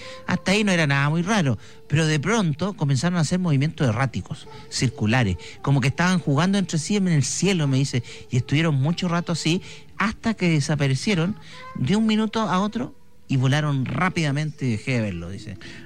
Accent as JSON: {"language": "Spanish", "town": "Talcahuano", "region": "Biobío", "country": "Chile", "said": "soy de Talcahuano."}